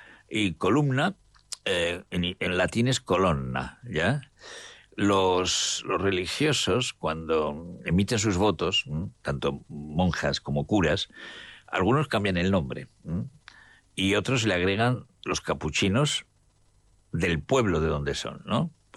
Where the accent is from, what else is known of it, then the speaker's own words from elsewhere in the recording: Zaragoza, Aragon, Spain; Entonces, en concreto, yo, que soy de Zaragoza … de la Virgen del Pilar.